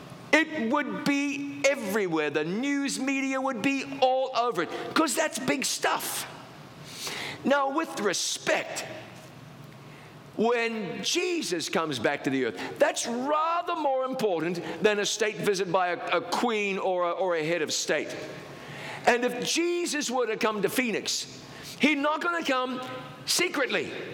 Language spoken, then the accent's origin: English; New Zealand; I grew up in New Zealand, which is a country that is part of the British Commonwealth.